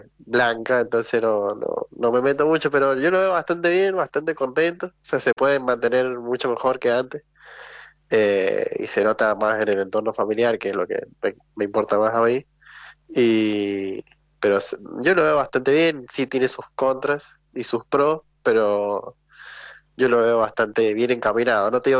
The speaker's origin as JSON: {"language": "Spanish", "region": "San Juan", "country": "Argentina", "also_born_or_lived": "Córdoba", "said": "Es que no tengo mucho acento porque no viví siempre acá en San Juan, pero sí"}